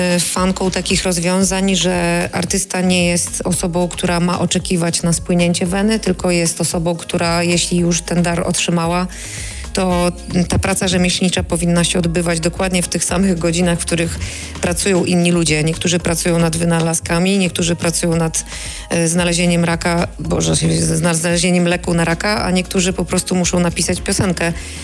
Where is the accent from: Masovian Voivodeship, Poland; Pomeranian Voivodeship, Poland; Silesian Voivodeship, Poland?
Pomeranian Voivodeship, Poland; Gdynia; odwiedzić openera u nas w Gdyni.